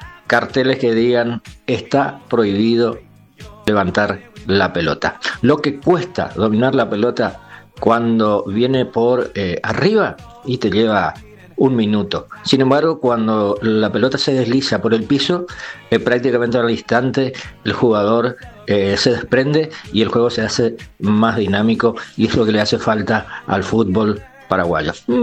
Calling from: Formosa, Argentina; Le hablo desde Formosa.

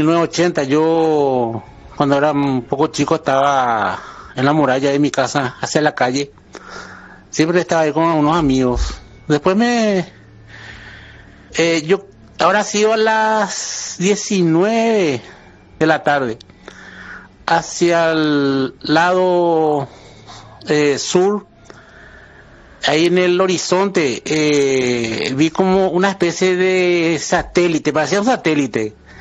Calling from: Guarambaré, Central, Paraguay; de Guarambaré.

